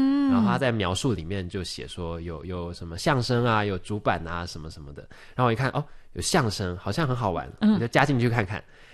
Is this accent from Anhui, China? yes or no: no; Beijing, China; accent: Beijing; 或者是因为我从小耳濡目染嘛，所以也很多同学会觉得我说话有腔调，觉得我有北京腔。